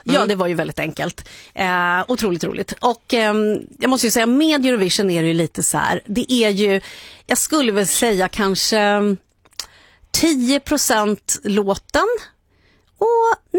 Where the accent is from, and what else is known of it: Sweden